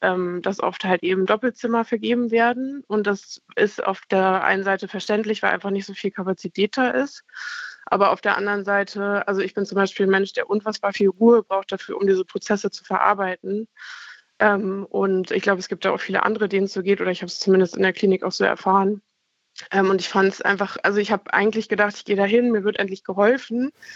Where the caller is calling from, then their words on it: Kiel, Schleswig-Holstein, Germany; Hallo, ich rufe aus Kiel an.